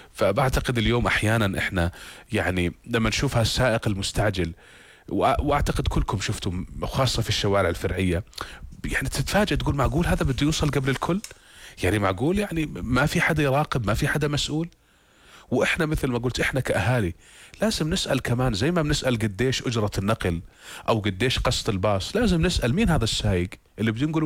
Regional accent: Jordan; آلمنا جميعا كأردنيين

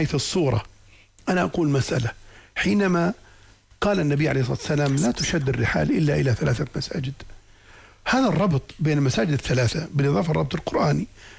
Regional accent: Jordan; نحن في الأردن نحافظ على بلدنا وقوته

